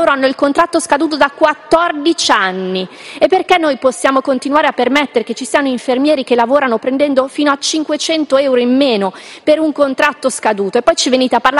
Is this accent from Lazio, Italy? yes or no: no; Lombardy, Italy; io lo dico da lombarda